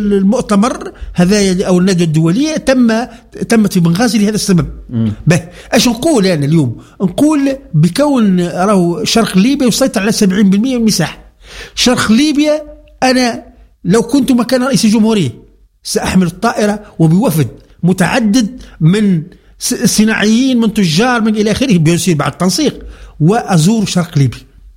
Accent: Tunisia; عندنا في تونس

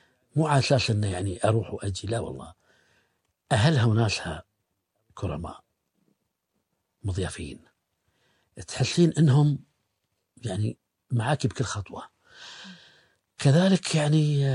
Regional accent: Bahrain; احنا عندنا في البحرين

